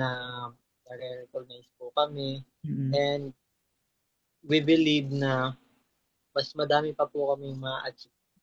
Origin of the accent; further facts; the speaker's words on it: Cardona, Calabarzon, Philippines; Taga-Cardona po ako.